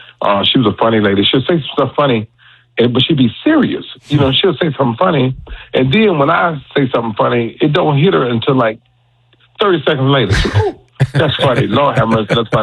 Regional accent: Atlanta, Georgia, United States; I'm born and raised in Atlanta from the west side. And I can remember when the building was a Sears and Roebuck.

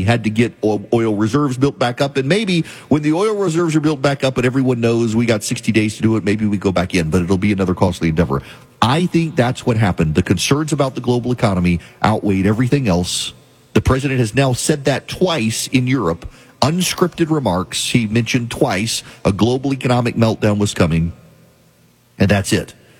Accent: United States; I do believe that we as the American people were lied

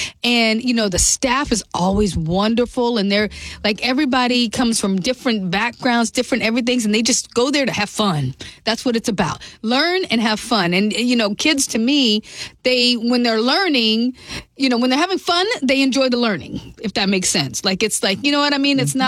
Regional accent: Pensacola, Florida, United States; So I'm just gonna say that my brother and I grew up in Pensacola

